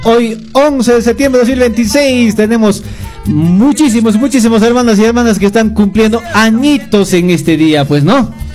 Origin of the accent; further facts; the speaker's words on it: Acomayo, Cusco, Peru; San Juan de Quisuares, Rondocan, Acomayo. Ahí está mi tierra linda, Acomayo